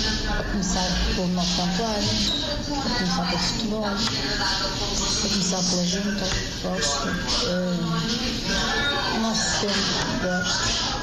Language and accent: Portuguese; Portugal; Para mim, a minha terra tem tudo, não é? A minha terra é o melhor que existe. Não é por eu ter nascido aqui